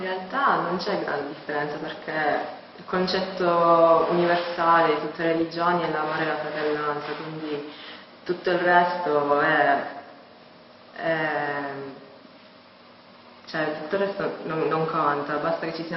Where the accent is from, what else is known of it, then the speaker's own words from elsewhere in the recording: Palermo, Sicily, Italy; Ora mi sto preparando per partire a Torino e continuare gli altri 2 anni di studio. Sono nata e cresciuta qui a Palermo.